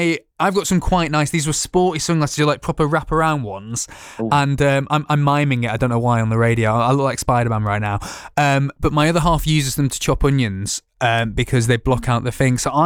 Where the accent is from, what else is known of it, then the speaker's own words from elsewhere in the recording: United Kingdom; I just knew that that's what I needed to say as a British person.